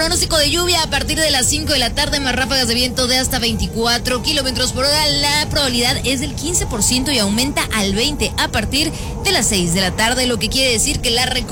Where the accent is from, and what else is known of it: Mexico